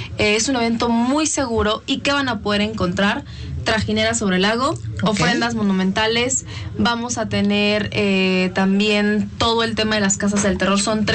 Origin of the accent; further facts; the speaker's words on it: Mexico; una de las tradiciones más hermosas que nos representa como mexicanos